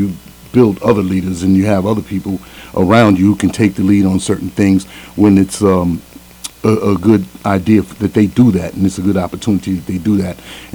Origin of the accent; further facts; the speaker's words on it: New York City, New York, United States; Friends for Life being six families from the south side of Jamaica, Queens, of which my family is one, who grew up over there together in the south side of Queens